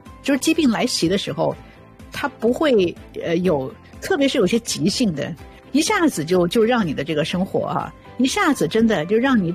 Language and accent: Chinese; Chengdu, Sichuan, China; moved away; 作为成都人哈，思乡了